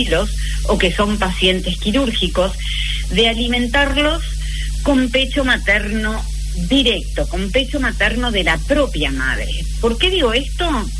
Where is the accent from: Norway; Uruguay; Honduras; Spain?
Uruguay; nuestros niños uruguayos